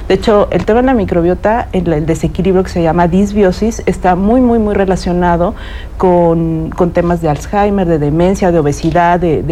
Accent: Querétaro, Mexico; los que somos queretanos

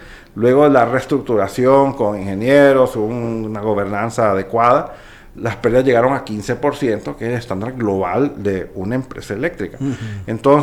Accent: Honduras; como hondureño, y lo digo realmente como hondureño responsable

